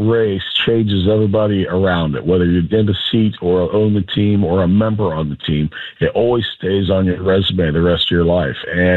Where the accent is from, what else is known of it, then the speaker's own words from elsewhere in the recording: Gahanna, Ohio, United States; I grew up in Gahanna, and, you know, during high school and way before that, actually in mid-Ohio